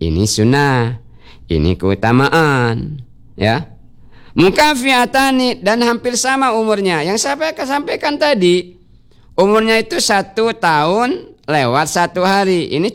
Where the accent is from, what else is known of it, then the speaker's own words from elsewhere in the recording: Bangka Belitung Islands, Indonesia; kita orang Bangka